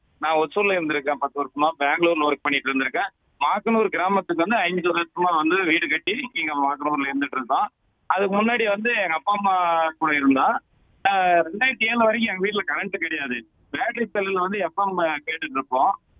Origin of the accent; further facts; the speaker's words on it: Dharmapuri district, Tamil Nadu, India; born there; also born or lived in Hosur / Bangalore; எங்க ஊர்ல மாக்கனூர் கிராமத்துல